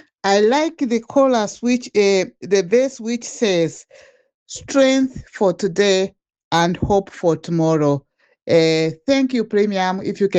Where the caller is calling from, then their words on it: Edinburgh, Scotland, United Kingdom; I'm calling from Edinburgh.